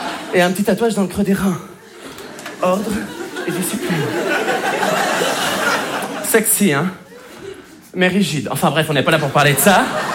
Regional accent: Hauts-de-France, France; savez que chez moi dans le Nord, c'est une tradition, hein.

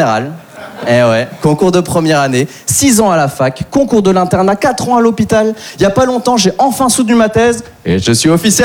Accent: France; born there; Et on est beaucoup d'Asiatiques de ma génération à être dans le même cas de figure. Par exemple, moi, j'ai de la Chine par mes parents et j'ai de la France par ma naissance. J'ai une double culture que je trouve très enrichissante, mais un peu paradoxale.

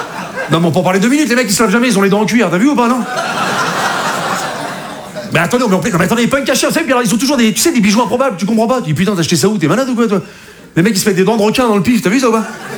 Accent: Rouen, Normandy, France; je viens d'une région où on est tous très grands comme ça, tous costauds. Parce que je viens de Rouen, c'est la Normandie, c'est chez moi, voilà.

